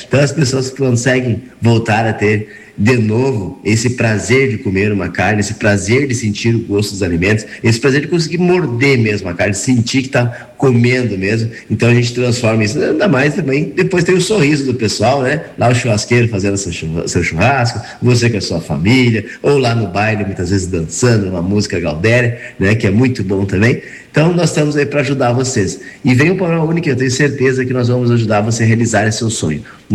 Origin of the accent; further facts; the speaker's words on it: Rio Grande do Sul, Brazil; Eu sou gaúcho, tenho muito orgulho de ser gaúcho, né?